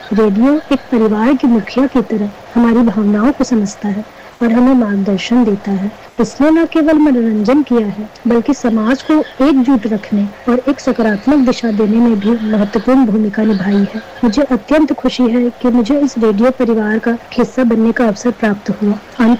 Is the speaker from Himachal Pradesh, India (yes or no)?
no; Raigarh, Chhattisgarh, India; रायगढ़ शहर की निवासी हूँ।